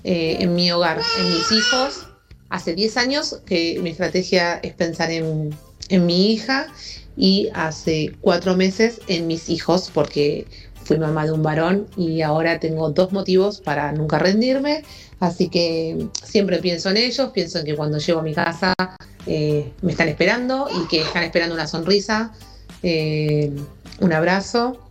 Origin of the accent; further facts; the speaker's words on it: Lugano, Ticino, Switzerland; Hola Radio Latina … soy de Lugano.